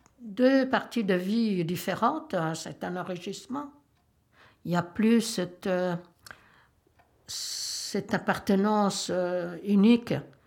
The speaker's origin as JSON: {"language": "French", "country": "Italy", "moved": "as an adult", "lives_now": "Belgium", "said": "Est-ce que je suis encore italienne? Est-ce que je suis devenue belge?"}